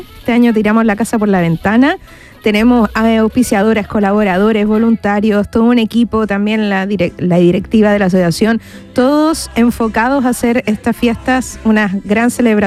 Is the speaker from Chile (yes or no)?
yes; Chile; Llegó septiembre y como todo chileno lo sabe, nuestra celebración, nuestras fiestas patrias y toda nuestra cultura es disponible este mes para celebrarla.